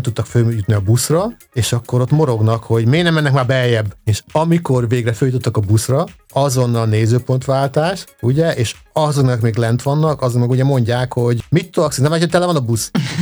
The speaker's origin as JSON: {"language": "Hungarian", "town": "Szekszárd", "region": "Tolna", "country": "Hungary", "said": "Én ugye Szekszárdból származom, és egy időben egy Szekszárd melletti kisvárosban laktam, viszont Szekszárdon dolgoztam"}